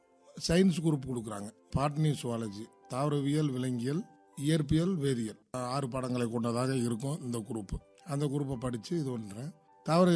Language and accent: Tamil; Melavarappanur, Tamil Nadu, India; நான் மேலவரப்பனூரைச் சேர்ந்தவன். என்னுடைய ஊர் வந்து திருமங்கலம் அருகில், திருமங்கலம் தாலுகாவைச் சேர்ந்த ஊர்.